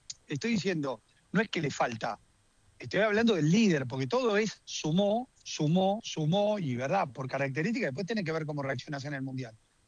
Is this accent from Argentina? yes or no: yes; Argentina; Pues somos así los argentinos. Se borra en 2 minutos.